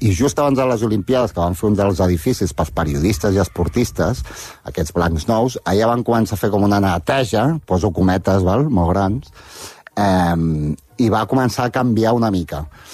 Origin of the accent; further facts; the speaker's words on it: Barcelona, Catalonia, Spain; also born or lived in Figueres; M'he criat a Barna, sí.